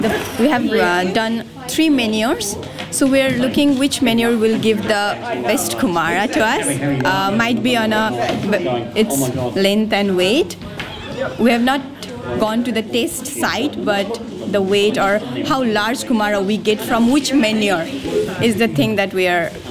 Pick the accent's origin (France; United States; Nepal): Nepal; moved away as an adult; now in New Zealand; I'm from Nepal, basically.